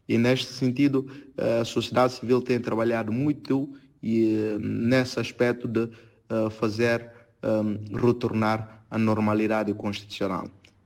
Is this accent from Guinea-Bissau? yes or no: yes; Guinea-Bissau; nós, não só enquanto guineenses, não só enquanto africanos